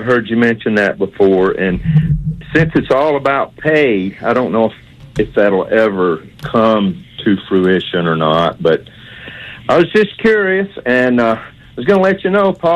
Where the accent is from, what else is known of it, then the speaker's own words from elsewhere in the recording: Hackleburg, Alabama, United States; moved away as an adult; now in Huntsville, United States; I'm originally from Hackleburg, and I know you got kin folks there. I went off, joined the Army, had a career, come back, and settled down in Huntsville